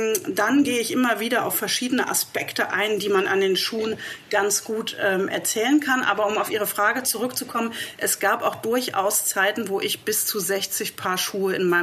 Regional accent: Leipzig, Saxony, Germany; dann habe ich halt erstmal rund um meine Heimatstadt Leipzig recherchiert.

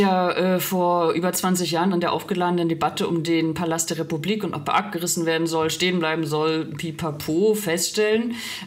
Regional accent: Rostock, Mecklenburg-Vorpommern, Germany; ich bin in Rostock groß geworden

